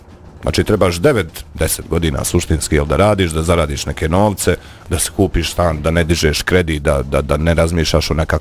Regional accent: Bosnia & Herzegovina; Kao Bosanci i Hercegovci, kao mi, potrošači, kao

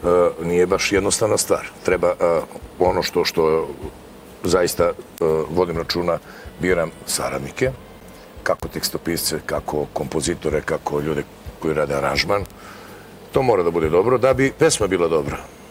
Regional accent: Zubin Potok, Mitrovica District, Kosovo; Rekao sam da sam rodom iz Zubinog Potoka, nisam raseljen u lice, nisam izbjeglica, roditelji mi još uvijek žive dole.

